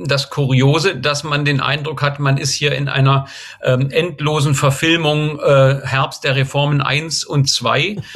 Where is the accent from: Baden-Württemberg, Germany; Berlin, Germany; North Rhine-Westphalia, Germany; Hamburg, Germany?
Berlin, Germany; Ich bin in Köpenick aufgewachsen. Das ist gleich nebenan.